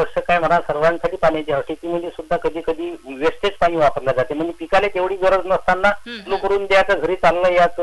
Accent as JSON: {"language": "Marathi", "area": "Jalgaon district", "region": "Maharashtra", "country": "India", "tie": "born there", "said": "आता माझं गाव जळगाव जिल्ह्याच्या पूर्वेला शेवटचं गाव आहे"}